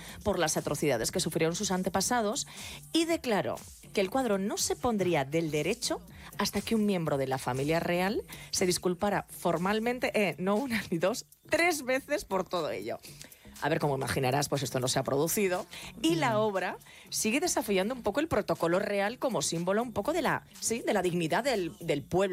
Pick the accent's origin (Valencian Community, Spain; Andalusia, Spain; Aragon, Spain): Aragon, Spain; Tú sabes que yo soy maña.